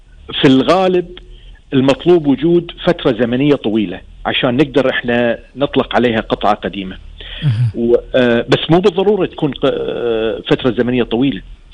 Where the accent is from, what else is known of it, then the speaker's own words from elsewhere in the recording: Kuwait; احنا كان عندنا في الكويت